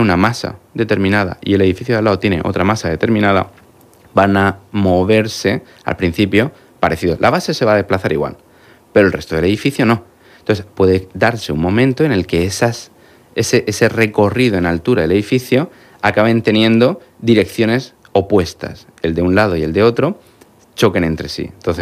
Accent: Region of Murcia, Spain; en España somos, la región de Murcia, tenemos mucha experiencia en España y en Europa

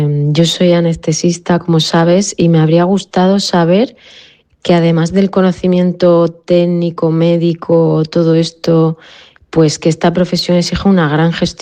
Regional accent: Ceuta, Spain; yo soy de Ceuta

